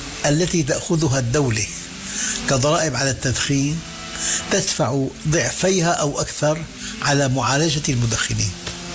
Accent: Syria; أنا أقول عن بلدي سوريا

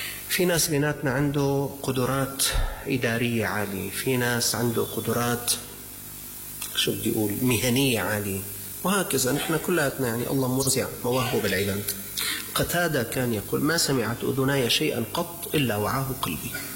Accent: Syria; نحن معناته من يسكن في هذه البلدة

